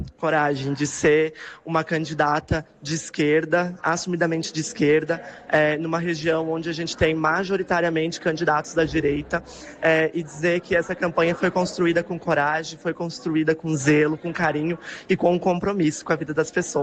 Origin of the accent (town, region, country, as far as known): Erval d'Oeste, Santa Catarina, Brazil; born or raised there